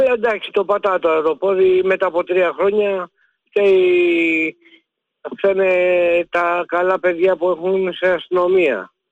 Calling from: Ilion, Attica, Greece; είμαι από Ήλιον.

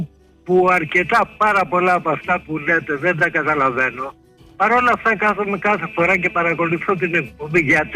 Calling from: Asprovilo, Greece; από Ασπρόβιλο.

